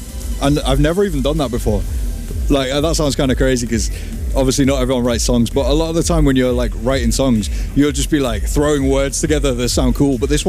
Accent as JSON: {"language": "English", "region": "England", "country": "United Kingdom", "said": "And I'm from England, so I don't really like the sun."}